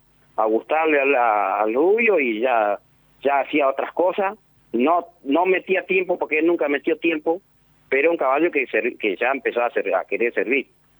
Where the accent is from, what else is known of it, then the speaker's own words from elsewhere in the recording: Entre Ríos, Argentina; moved away; porque yo de que vine de Entre Ríos para acá me fui a Lara y me quedé ahí y volví a casa Nigiro y de acá nunca más me fui.